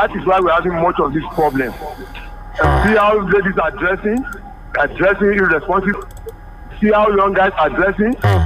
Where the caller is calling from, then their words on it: Shao, Kwara, Nigeria; calling from Shao.